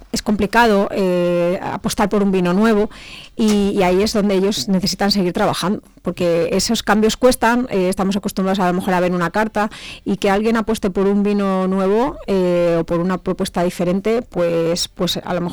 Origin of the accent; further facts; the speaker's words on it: Toro, Castile and León, Spain; Yo soy de Toro